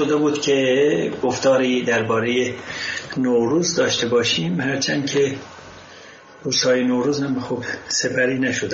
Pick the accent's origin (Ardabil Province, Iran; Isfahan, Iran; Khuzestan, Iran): Ardabil Province, Iran; Ardabil; در زبان مردم اردبیل که من اردبیلی هستم،